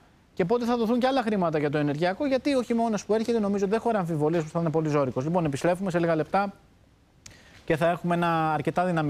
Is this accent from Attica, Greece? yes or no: yes; Piraeus, Attica, Greece; εγώ είμαι Πειραιώτης